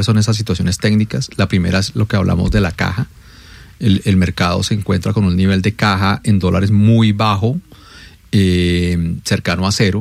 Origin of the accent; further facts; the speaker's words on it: Colombia; creo que eso era algo en lo que nosotros deberíamos como colombianos unirnos